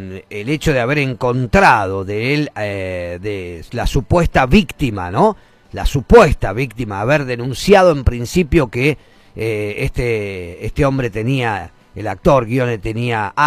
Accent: Argentina; Yo soy argentino, Facu, no tengo memoria.

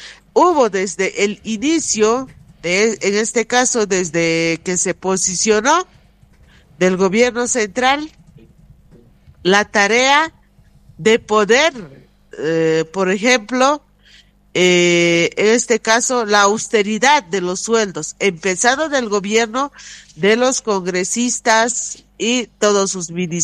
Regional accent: Cochabamba, Bolivia; Nosotros como pueblo boliviano o como la región del trópico de Cochabamba

